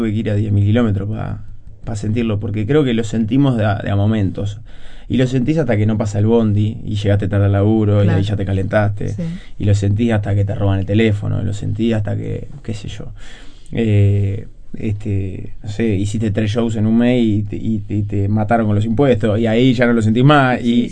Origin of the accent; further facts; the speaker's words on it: Uruguay; algo que nos pasa a los uruguayos